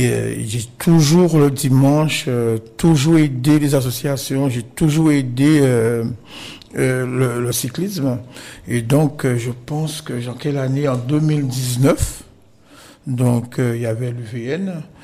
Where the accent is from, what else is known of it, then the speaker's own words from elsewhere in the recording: North Grande-Terre, Guadeloupe; also born or lived in Anse-Bertrand / Petit-Canal; je suis Nord Grande-Terrien.